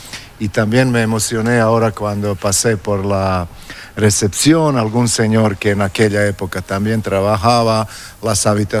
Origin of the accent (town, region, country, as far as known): Croatia; born or raised there; Spanish is a second language; moved away as an adult